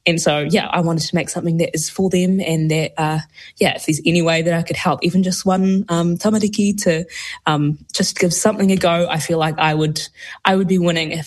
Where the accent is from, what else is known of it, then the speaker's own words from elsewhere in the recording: Gore, Southland, New Zealand; E tupu aki au ki Muri Hiku. I grew up in Southland in Gore, in the mighty town of Gore. Koi. And when I was, a kid, I was really hungry for my reo. And I grew up in a whānau that didn't have access to speaking reo in our home.